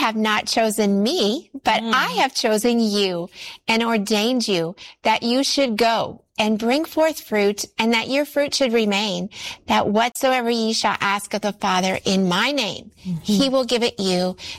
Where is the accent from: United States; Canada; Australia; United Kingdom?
Canada; moved away; It actually comes from my home country of Canada.